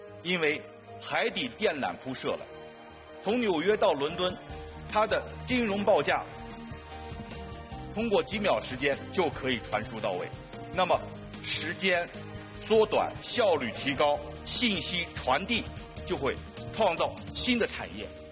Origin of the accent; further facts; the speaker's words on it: China; 我们作为中国人